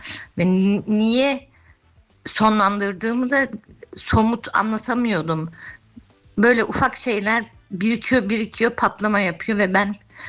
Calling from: Mörfelden-Walldorf, Hesse, Germany; Mörfel'le Waldorf'tan arıyorum.

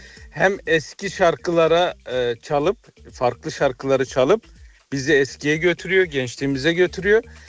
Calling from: Berlin, Germany; Berlin'den.

